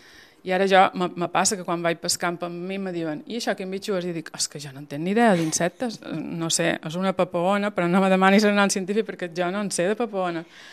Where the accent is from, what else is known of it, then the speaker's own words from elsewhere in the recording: Fornalutx, Balearic Islands, Spain; born there; Jo he nascut a Fornalutx, Sóller, una cama a cada banda.